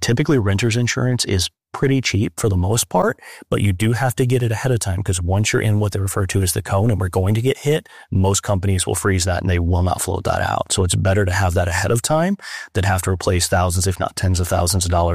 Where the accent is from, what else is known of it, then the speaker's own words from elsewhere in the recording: Midwest, United States; now in Florida, United States; especially in this area of Florida, I'm from the Midwest originally